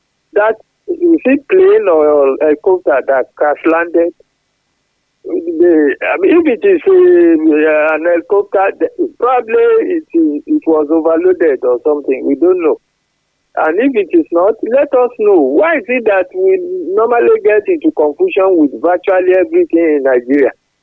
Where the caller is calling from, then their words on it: Makete, Njombe, Tanzania; from Makete.